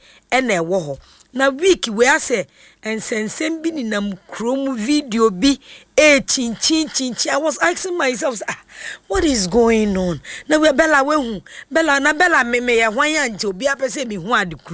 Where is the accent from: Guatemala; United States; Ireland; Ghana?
Ghana; And then being a Ghanaian, no, that you say we are black stars